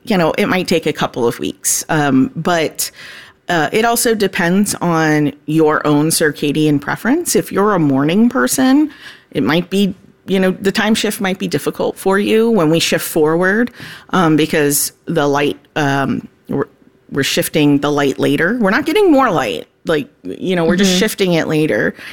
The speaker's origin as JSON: {"language": "English", "region": "Florida", "country": "United States", "lives_now": "Ohio, United States", "said": "I'm from Florida originally, and so we don't see seasonal affective disorder as much. And when I moved here 8 years ago, I was like, wow, okay, I get it now."}